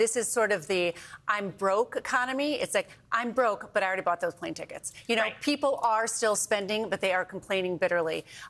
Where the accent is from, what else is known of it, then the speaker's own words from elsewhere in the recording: Iowa, United States; I'm from Iowa